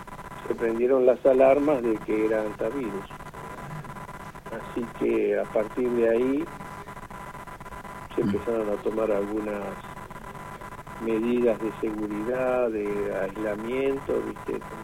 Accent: Carmen de Areco, Buenos Aires Province, Argentina; Carmen de Areco.

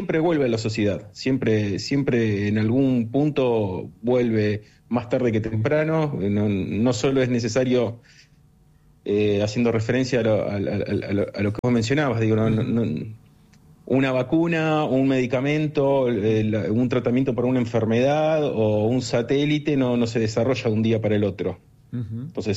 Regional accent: Buenos Aires, Argentina; now in Puerto Madryn, Argentina; yo, en mi caso particular, por ejemplo, soy de Buenos Aires, me vine acá a Puerto Madryn hace 3 años con el doctorado.

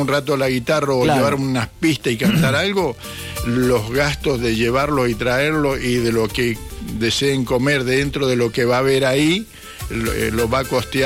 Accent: General Alvear, Argentina; Somos algunos de ahí de la colonia y otros somos de General Alvear. Pues yo realmente, ajá, yo soy de General Alvear

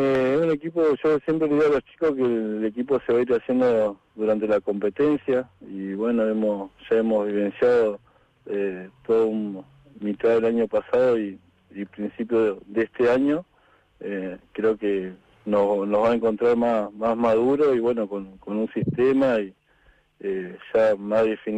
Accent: Chubut, Argentina; yo me crié en Palazzo, o sea, yo vivía, o sea, mis viejos son de Palazzo, nos criamos ahí en Petroleros Privados.

